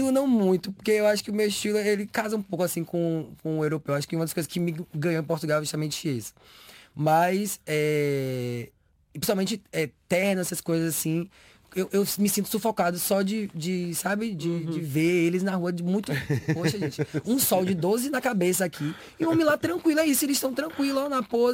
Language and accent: Portuguese; Salvador, Bahia, Brazil; born there; moved away; also born or lived in Simões Filho; Eu sou Simões Filhense, que é. Eu nasci em Simões Filho, que é uma região metropolitana de Salvador. Mas minha família sempre morou em Salvador. Mas é isso, eu sou lá e cá, entendeu?